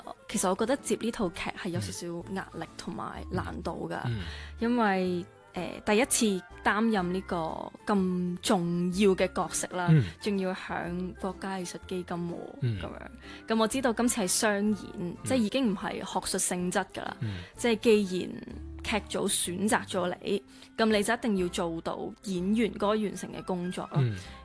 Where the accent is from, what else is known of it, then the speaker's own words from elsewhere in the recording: Macau; moved away; 我同麥思玉一樣都是土生土長的澳門人，跟住出去打拼搏，